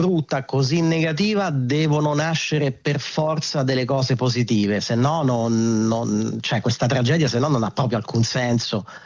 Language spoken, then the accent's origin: Italian; Rome, Lazio, Italy; Noi siamo di Roma, siamo gli unici di Roma